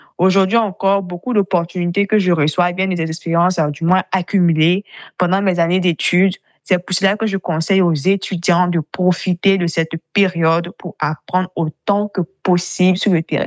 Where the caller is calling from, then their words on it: Abidjan, Côte d’Ivoire; je vis à Abidjan.